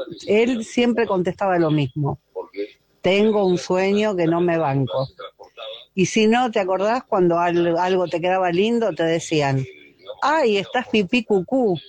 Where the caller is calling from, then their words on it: Lanús, Buenos Aires Province, Argentina; de Lanús.